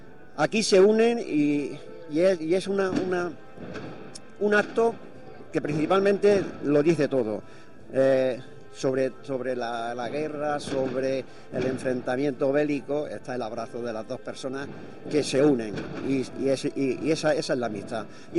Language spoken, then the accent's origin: Spanish; Villena, Valencian Community, Spain